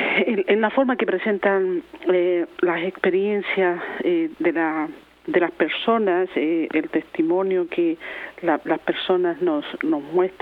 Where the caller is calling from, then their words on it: Chile; yo soy chilena